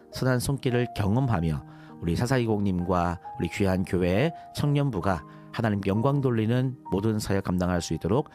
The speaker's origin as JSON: {"language": "Korean", "region": "Jeju", "country": "South Korea", "tie": "born or raised there", "moved": "yes", "said": "제 고향이 제주도입니다."}